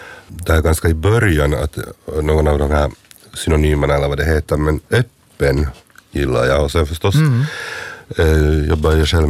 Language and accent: Swedish; Sund, Ostrobothnia, Finland; accent: Sund dialect; på min dialekt, jag kommer från Sund och Mjästabotten, så då är det netchin.